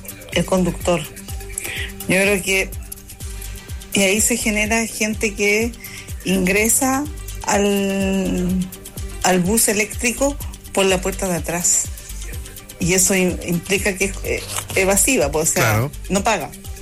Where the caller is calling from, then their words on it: Copiapó, Atacama, Chile; de Copiapó.